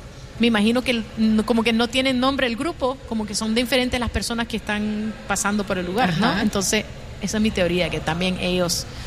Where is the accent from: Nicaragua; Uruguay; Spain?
Nicaragua; now in Washington, D.C., United States; para mí, siendo de Nicaragua, que es una cultura muy chiquita, muy pequeña